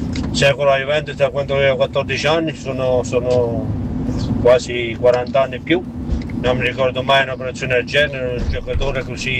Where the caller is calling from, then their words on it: Toronto, Ontario, Canada; da Toronto